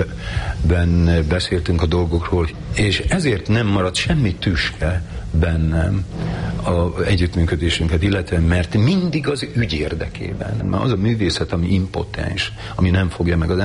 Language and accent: Hungarian; Kunszentmárton, Jász-Nagykun-Szolnok, Hungary; Kúszen Mártonban, az Zrínyi utcában laktunk, és annak utcának a végén, ahogy megyünk Varjúhát felé, volt egy tér